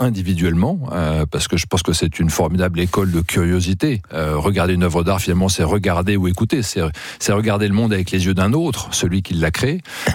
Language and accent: French; France; On est français